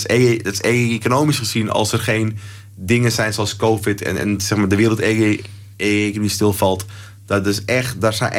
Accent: Amsterdam, North Holland, Netherlands; born or raised there

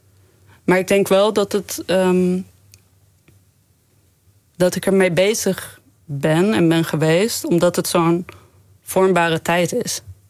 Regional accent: Groningen, Netherlands; Ja, ik ben gewoon Nederlands uit Groningen.

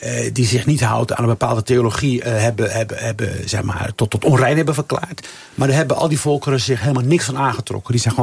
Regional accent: Rotterdam, South Holland, Netherlands; Ik groeide op in Rotterdam eind jaren 70, begin jaren 80...

